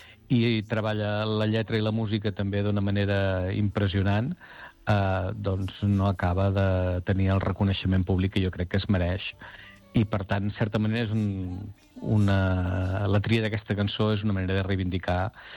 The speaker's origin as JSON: {"language": "Catalan", "town": "Badalona", "region": "Catalonia", "country": "Spain", "said": "De fet, allà on vaig, dic que sóc de Badalona"}